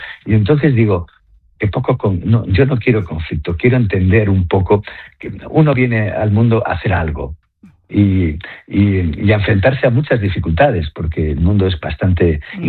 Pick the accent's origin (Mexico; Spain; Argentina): Spain; Basque Country; yo soy vasco